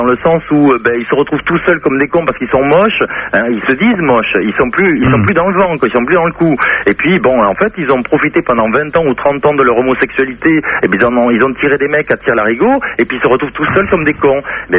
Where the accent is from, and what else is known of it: Mont-de-Marsan, Nouvelle-Aquitaine, France; born there